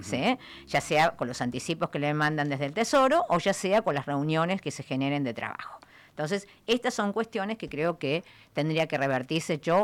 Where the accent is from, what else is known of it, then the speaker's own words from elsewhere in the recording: Río Gallegos, Santa Cruz, Argentina; Yo soy una ciudadana de Río Gallegos.